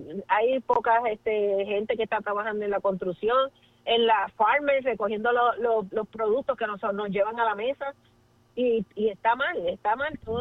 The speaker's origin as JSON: {"language": "Spanish", "country": "Puerto Rico", "said": "Yo soy puertorriqueña"}